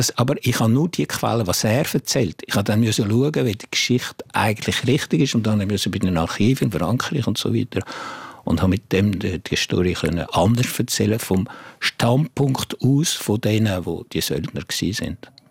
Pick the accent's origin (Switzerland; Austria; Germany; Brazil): Switzerland; Jura; Nein, ich finde einfach, ich bin von da. Ich bin im Jura aufgewachsen. Ich bin ein Freund vom Zürichsee oder vom Genfersee und ich gehe gerne in den Alpen wandern.